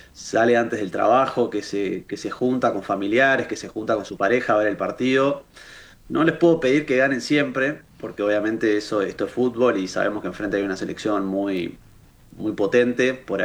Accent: Uruguay

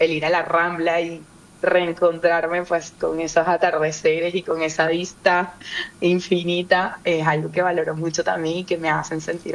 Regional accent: Venezuela; moved away as an adult; also born or lived in Guri, Venezuela; now in Uruguay; Yo soy 100% caribeña, yo extraño muchísimo la playa, el calor, el sol. Si bien nací en Guri, que es un estado frontera con Brasil, me crié en una zona costera, literalmente la playa, el mar Caribe estaba a 5 minutos de la casa de mi abuela

